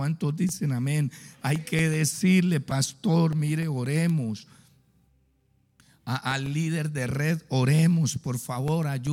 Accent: Guaymaral, Bogotá, Colombia; Yo vivía en Comuneros. Yo me crié en Guaymaral. Viví 39 años en Guaymaral. Y llevaba más de 20 en Comuneros.

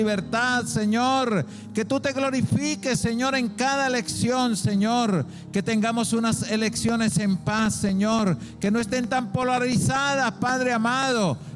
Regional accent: Colombia; Como colombianos te necesitamos.

